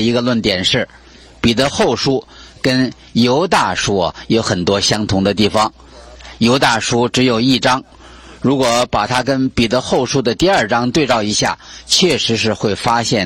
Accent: China; 给我们中国人

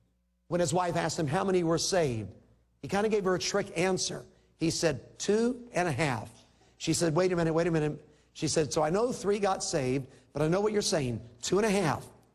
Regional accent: Little Rock, Arkansas, United States; born there

